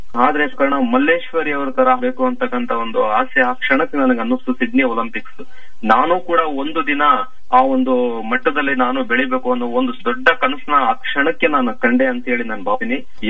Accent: a small village in Hassan district, Karnataka, India; born there; ಅದರಲ್ಲೂ ಈ ತರ ಒಂದು ಹಾಸನ ಜಿಲ್ಲೆ ಒಂದು ಪುಟ್ಟ ಹಳ್ಳಿಯಿಂದ ಹುಟ್ಟಿದವರು ನಾವು

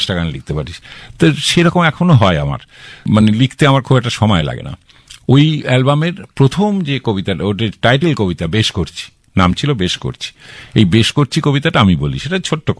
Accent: Bhatpara, West Bengal, India; আমি মফস্বলের ছেলে, গঙ্গার ধারে বাড়ি, ছোট ছোট, হ্যাঁ, ভাটপাড়া

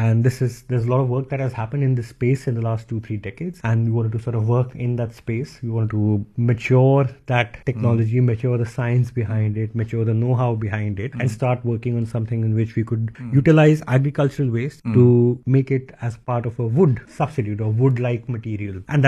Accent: Delhi, India; I grew up in Delhi. I studied engineering.

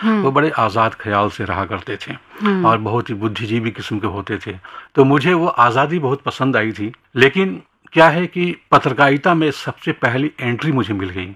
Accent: Bihar, India; born there; मेरा जन्म बिहार में हुआ है।

